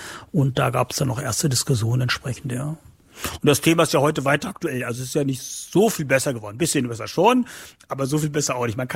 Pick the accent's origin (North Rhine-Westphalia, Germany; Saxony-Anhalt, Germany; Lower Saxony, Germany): Saxony-Anhalt, Germany; Wieblitz; Könnte ich hier in Wieblitz in meinem Heimatdorf jetzt weitermachen.